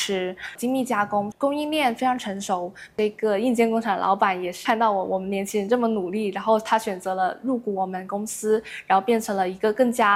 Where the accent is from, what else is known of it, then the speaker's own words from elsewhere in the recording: Hong Kong; 我在1997年出生，今年也正好是我的29岁，所以我感觉今年意义特别大。往小的说，三十而立，那我们香港青年也要记住我们的狮子山拼搏精神